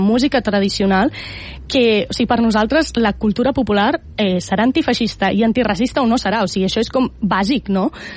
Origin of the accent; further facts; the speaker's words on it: L'Hospitalet de Llobregat, Catalonia, Spain; now in El Prat de Llobregat, Spain; i jo també he crescut a l'Hospitalet, però ara visc al Prat.